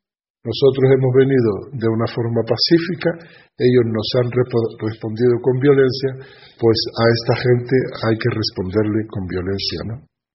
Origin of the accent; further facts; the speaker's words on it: Western Sahara; somos el último eslabón de la sociedad que vive en el Sáhara. O sea, en nuestro territorio nosotros somos el último eslabón